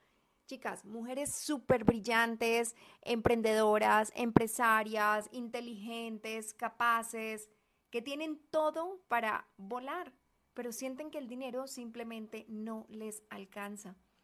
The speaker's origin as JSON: {"language": "Spanish", "country": "Colombia", "moved": "yes", "lives_now": "Guadalajara, Mexico", "said": "colombiana, hoy vivo en Guadalajara, México"}